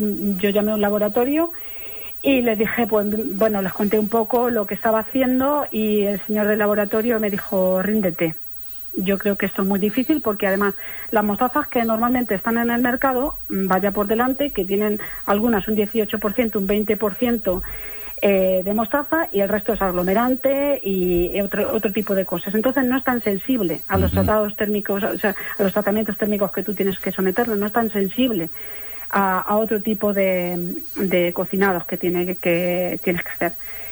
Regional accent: Toledo, Castilla-La Mancha, Spain; Eso también es un guiño a mi tierra. Yo nací en Toledo

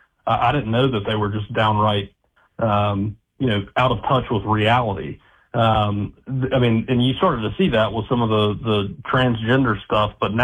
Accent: North Carolina, United States; because I am from North Carolina.

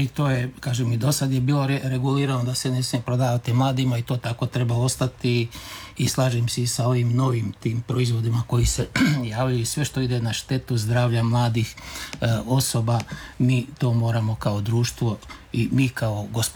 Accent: Croatia

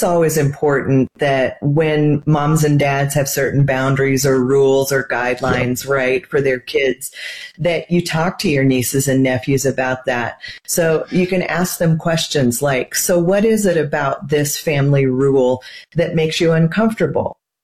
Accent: Nebraska, United States; Well, I grew up in Nebraska, and we have no professional sports teams there.

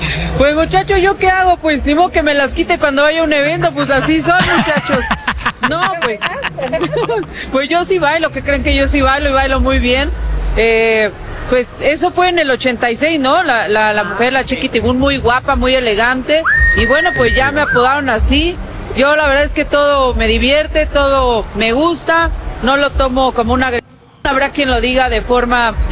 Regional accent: Mexico; de pues así somos los mexicanos, nos reímos de todo y yo me río de todo.

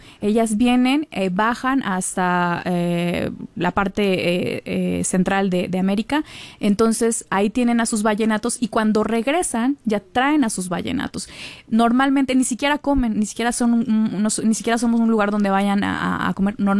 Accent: Huatulco, Oaxaca, Mexico; soy habitante y porque a pesar de que no nací en Huatulco, yo me considero huatulqueña porque llegué desde los 5 años.

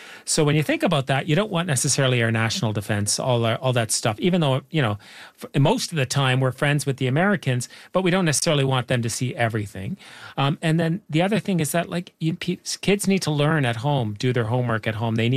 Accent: Nova Scotia, Canada; I grew up in Nova Scotia and I remember trying to get internet at my parents' cabin

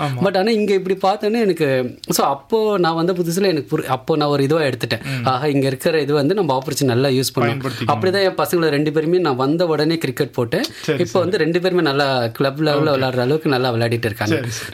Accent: Chennai, Tamil Nadu, India; moved away as an adult; now in Australia; எனக்கு வீட்லேயும் வந்து சென்னையில் இருக்க, நான் சென்னையில் பிறந்து வளர்ந்தேன்.

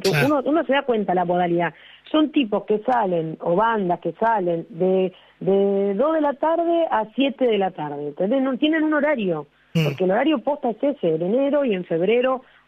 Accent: Quilmes, Buenos Aires Province, Argentina; es lo que yo conozco, que es mi distrito, donde vivo desde que nací, porque si bien, o sea, yo nunca me fui de Quilmes, y el barrio cerrado en el que viví también era en Quilmes.

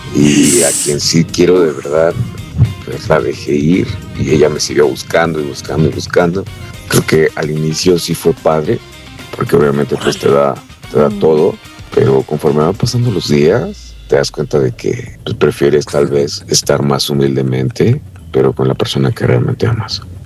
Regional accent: Mexico City, Mexico; soy de la Ciudad de México.

